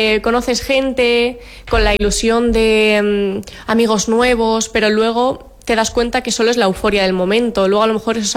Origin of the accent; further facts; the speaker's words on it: Ibiza, Balearic Islands, Spain; moved away as an adult; now in Granada, Spain; ¿De dónde eres? Yo digo, yo de Ibiza.